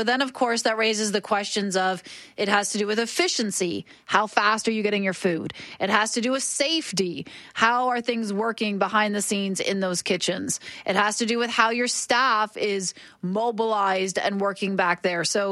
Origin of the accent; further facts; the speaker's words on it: Ontario, Canada; accent: Ontario; versus my Ontario accent when I say, oh, I'm going to have tomatoes.